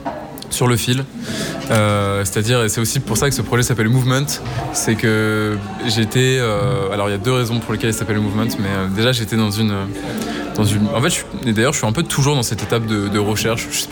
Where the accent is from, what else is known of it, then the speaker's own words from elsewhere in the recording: Rouen, Normandy, France; Dans ma ville natale à Rouen.